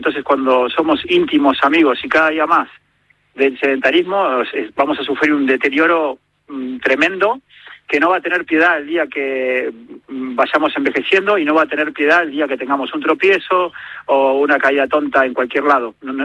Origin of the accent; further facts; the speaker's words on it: Spain; moved away; yo hace nada vine de España y hace 25 años